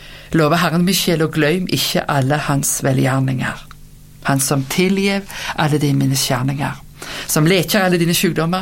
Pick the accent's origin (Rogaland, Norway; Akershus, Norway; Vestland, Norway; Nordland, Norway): Rogaland, Norway; Rennesøy; moved away; hjemme på Rennesøy i Rogaland, der jeg kom ifra.